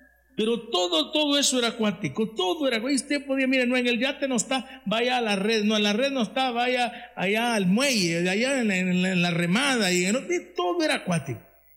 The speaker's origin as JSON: {"language": "Spanish", "country": "El Salvador", "said": "los salvadoreños somos acuciosos, los salvadoreños somos campeones, los salvadoreños somos indómitos"}